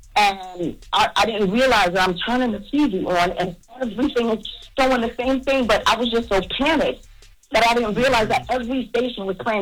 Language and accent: English; Brooklyn, New York, United States; now in Philadelphia, United States; I'm calling from Philly, but I'm originally from Brooklyn.